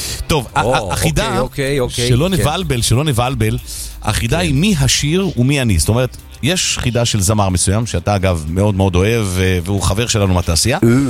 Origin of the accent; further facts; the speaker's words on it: Rishon LeZion, Central District, Israel; גדלתי בראשון אצל המוזיקאי, הקומפוזיטור